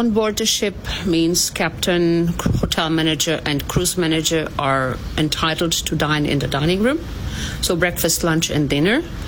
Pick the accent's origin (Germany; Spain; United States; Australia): Germany; I am originally from Germany. Actually, from father's side, I'm Hungarian, so I'm kind of a kid of the Danube.